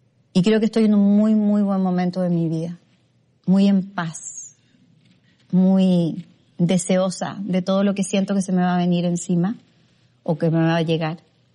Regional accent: Chile; soy chilena, antes que nada mujer, mamá de un hijo de 31 y una hija de 28

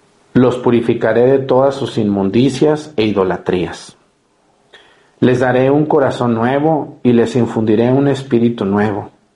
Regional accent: Mexticacán, Jalisco, Mexico; born there; el bellísimo estado de Jalisco, ese estado que me vio nacer, del que me alegra haber nacido ahí, donde he conocido tanta gente buena.

